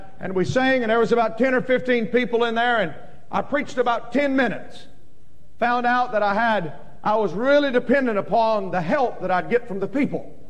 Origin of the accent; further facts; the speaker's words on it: the South, United States; now in Maine, United States; I'm from the South. I left the South 26 years ago. I found out real quick that my first message in Maine didn't have a lot of material.